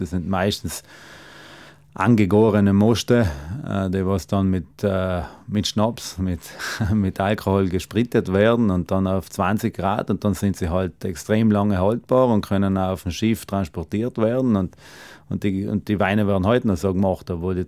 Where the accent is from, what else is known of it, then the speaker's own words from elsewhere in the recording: Trentino-Alto Adige, Italy; wo wir auch herkommen als Südtiroler